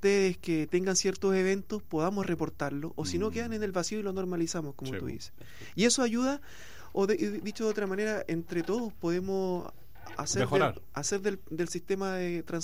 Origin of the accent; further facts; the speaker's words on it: Coyhaique, Aysén, Chile; moved away; No sé, yo vengo de Coyhaique, del sur, llegué aquí no. Yo llegué el 2005.